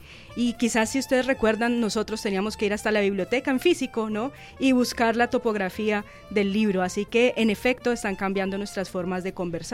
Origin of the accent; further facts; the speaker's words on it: Cali, Valle del Cauca, Colombia; En efecto, vengo desde la ciudad de Cali, Colombia, la tercera ciudad más importante de Colombia. Invitadísimos todos a que vayan a comer cholao.